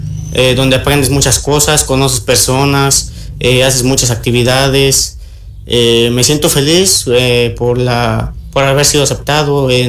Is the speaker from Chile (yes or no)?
no; San Luis Potosí, Mexico; soy originario de la Mesa del Salto, una comunidad perteneciente a la parroquia de Capulín.